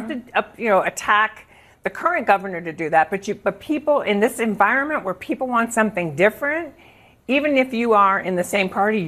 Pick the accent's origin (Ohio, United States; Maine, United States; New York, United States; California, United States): California, United States; having grown up in California, Californians are weird.